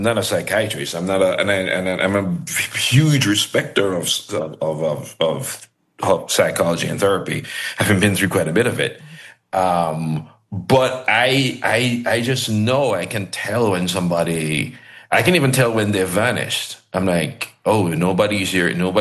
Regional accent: Jamaica; well, I'm a Jamaican. I don't need to check anything. I can simply write from memory.

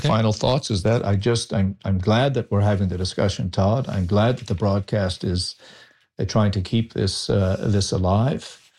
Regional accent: Newfoundland and Labrador, Canada; what it seems to me as a Newfoundlander and somebody deeply concerned about our culture

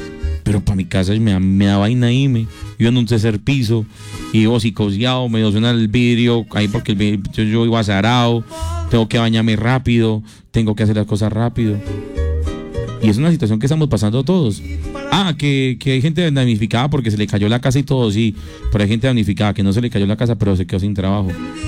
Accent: Pereira, Risaralda, Colombia; yo soy de Pereira

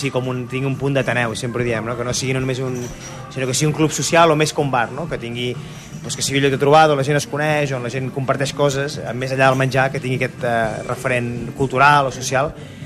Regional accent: Banyoles, Catalonia, Spain; moved away as an adult; now in Barcelona, Spain; som amics de Banyoles des dels dos anys, anàvem a la guarderia junts

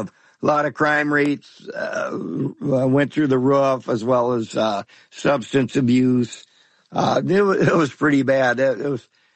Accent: Iowa, United States; also born or lived in Waterloo, Iowa; I'm from Iowa, of all places, out in the middle of the sticks.

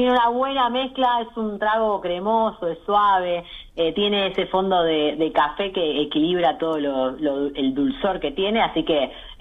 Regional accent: Argentina; Por eso, este trago incluye algo que nos representa como argentinos, que es el dulce de leche, por supuesto.

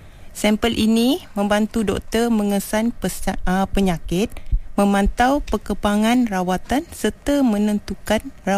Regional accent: Negeri Sembilan, Malaysia; Saya juga dari suku kaum Temuan. Temuan Negeri Sembilan.

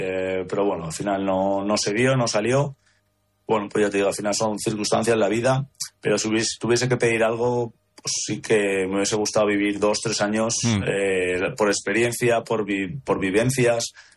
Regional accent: Spain; me considero parte de ello, o sea, como español que me siento.

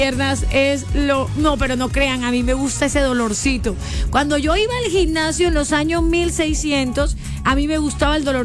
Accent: Colombia

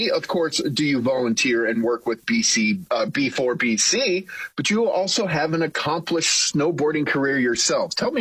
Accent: Oregon, United States; And it's fun because I grew up in Central Oregon. My home mountain was Mount Bachelor.

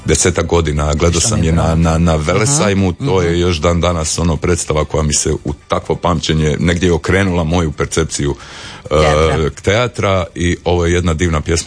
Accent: Croatia; Ja sam jedini iz Hrvatske

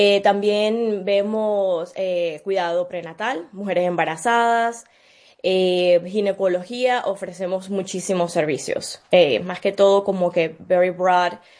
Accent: Venezuela; moved away as an adult; now in Albany, United States; yo primero soy de Venezuela, nací, crecí allí y me mudé a Estados Unidos hace 10 años, hice mi carrera en Venezuela

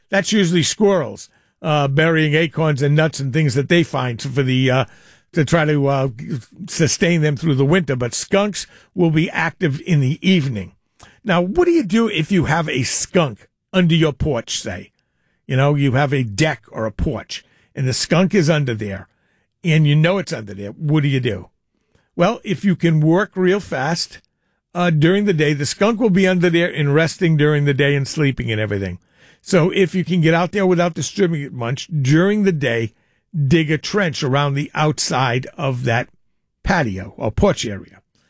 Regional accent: East Providence, Rhode Island, United States; My hometown, East Providence, I'm always proud of it.

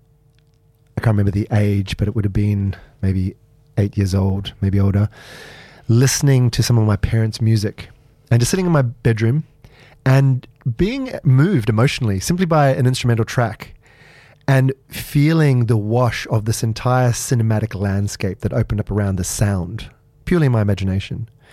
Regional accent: South Africa; growing up in South Africa, sitting at dinner parties as a child

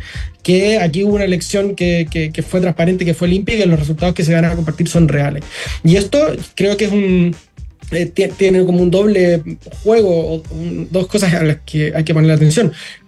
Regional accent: Chile; En Chile no tenemos esas particularidades tan fuertes.

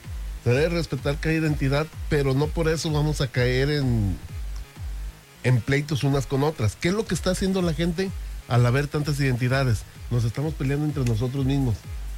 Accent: Puerto Vallarta, Jalisco, Mexico; yo soy primeramente mexicano, jalisciense, vallartense.

